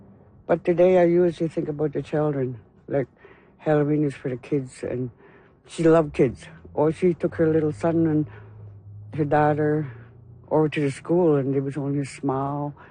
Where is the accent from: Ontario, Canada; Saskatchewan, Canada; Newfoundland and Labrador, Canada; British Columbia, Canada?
Newfoundland and Labrador, Canada; Rigolet; I'm originally from Ringlet, Labrador.